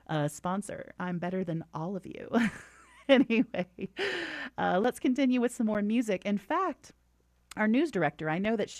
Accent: Tennessee, United States; moved away; also born or lived in Oregon coast; I'm from Tennessee, but before that, hop, skipped it, and jumped it from the Oregon coast.

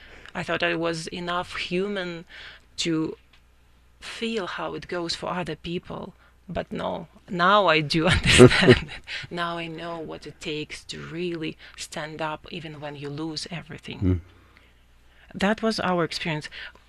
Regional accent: Ukraine; English is a second language; We are refugees from Ukraine. We were in occupied territory for quite some time.

